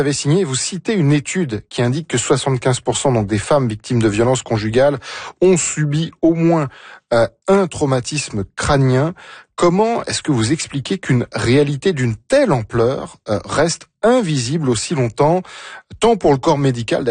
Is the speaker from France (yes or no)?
yes; France; On est français et sans patate